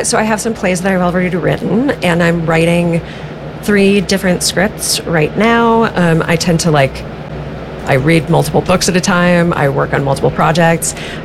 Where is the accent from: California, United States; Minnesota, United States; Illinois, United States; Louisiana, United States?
Minnesota, United States; I grew up in Minnesota, but I am apparently not of Minnesota.